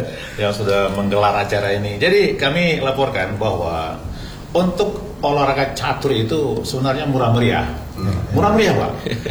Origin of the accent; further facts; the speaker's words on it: Surakarta, Central Java, Indonesia; now in Jambi, Indonesia; Sementara saya di kampung saya, kota Solo itu punya gor sendiri.